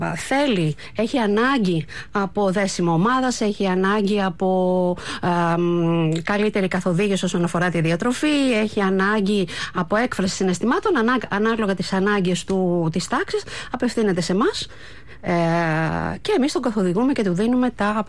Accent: Athens, Attica, Greece; born there; γεννήθηκα στην Αθήνα, στο Περιστέρι.

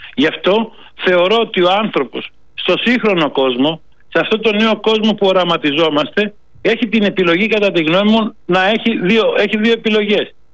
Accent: Athens, Attica, Greece; born there; Έχω γεννηθεί στην Αθήνα κατά λάθος.

